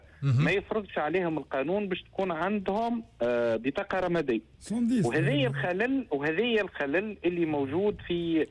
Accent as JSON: {"language": "Arabic", "country": "Tunisia"}